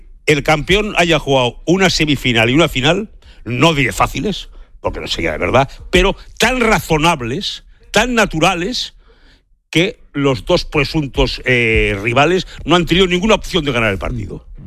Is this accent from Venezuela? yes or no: no; Spain; Todas estas mierdas que a mí me irritan como ciudadano español.